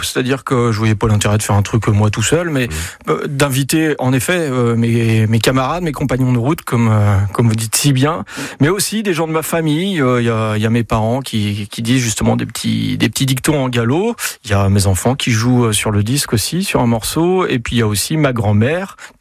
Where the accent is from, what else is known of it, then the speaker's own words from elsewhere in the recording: Brittany, France; Je suis plutôt originaire du sud de Rennes